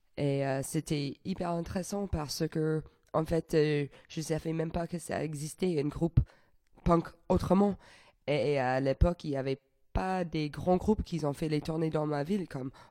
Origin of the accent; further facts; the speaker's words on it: Edmonton, Alberta, Canada; je viens d'Edmonton, qui est la capitale d'Alberta. Et c'est une ville de plus de 1 million de personnes. Mais c'est bizarre parce que personne ne connaît. C'est un peu fameux parce qu'on a le plus grand botte de cowboy dans le monde.